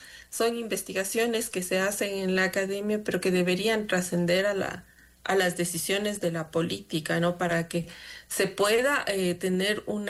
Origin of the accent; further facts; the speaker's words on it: Ecuador; nosotros como ecuatorianos